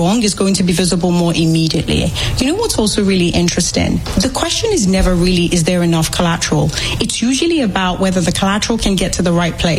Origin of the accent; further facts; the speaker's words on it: United Kingdom; now in United States; I'm British, but I live in the US.